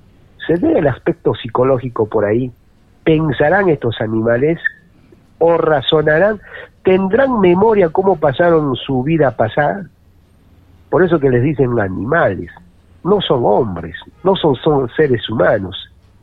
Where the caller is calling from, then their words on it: Puno, Peru; Usted conoce Puno, sabe cómo es, ¿no?, nuestra gente.